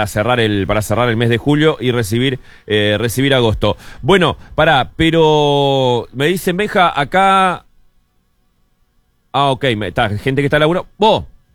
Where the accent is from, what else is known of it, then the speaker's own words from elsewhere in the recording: Bella Unión, Artigas, Uruguay; now in Maldonado, Uruguay; Yo, cuando yo nací en la gloriosa República de Bella Unión, ¿no? Que ya lo digo siempre. Nacés. Desde que sos bebé, y después como a los 4 o 5 años te enterás que sos uruguayo.